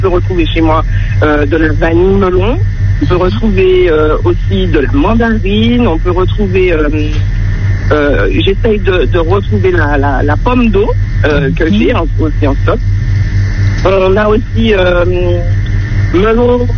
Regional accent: Martinique; now in France; je suis martiniquaise, je vis en France et là je suis en vacances

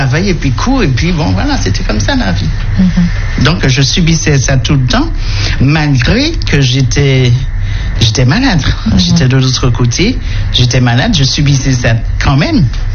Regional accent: Le François, Martinique; Je viens du François, je suis mariée, je suis mère de deux enfants

